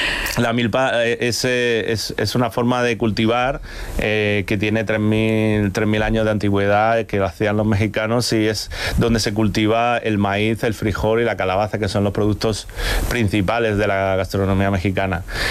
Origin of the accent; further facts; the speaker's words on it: Spain; yo siempre digo, soy español, pero yo creo que tengo corazón latino